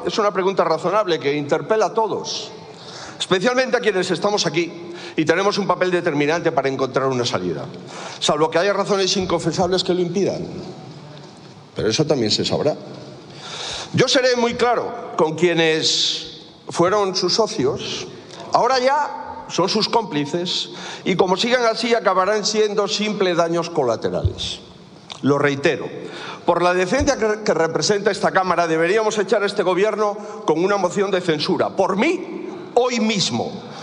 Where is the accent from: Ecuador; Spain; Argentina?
Spain; somos los españoles.